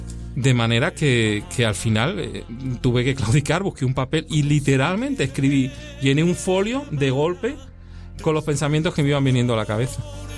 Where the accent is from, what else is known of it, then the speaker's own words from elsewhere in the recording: Spain; una carga especial por España, por tu país